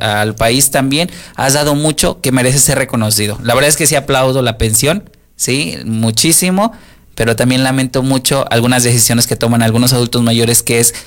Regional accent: Llanitos, Mexico; yo, por ejemplo, de donde soy, de Llanitos

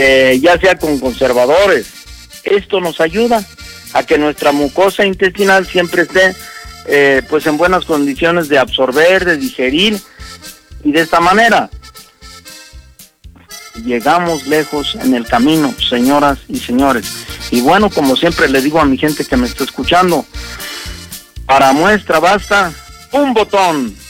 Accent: Mexico

